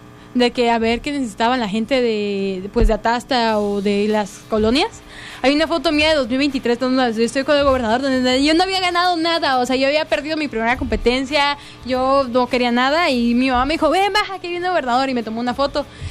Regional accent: Tabasco, Mexico

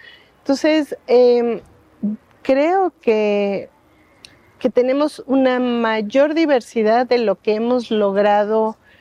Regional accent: Veracruz, Mexico; mi cultura, mi familia, venimos de la Huasteca Veracruzana

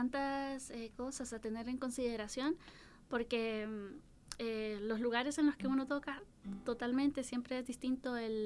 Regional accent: La Esperanza, Intibucá, Honduras; Soy originaria de La Esperanza Intibuca.

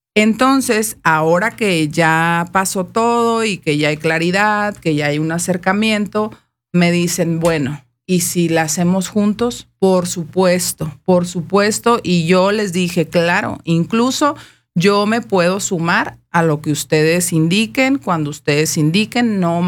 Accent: Chihuahua, Mexico; queremos que vean quiénes sí somos los chihuahuenses que vamos a andar en la calle alzando la voz por nuestro estado

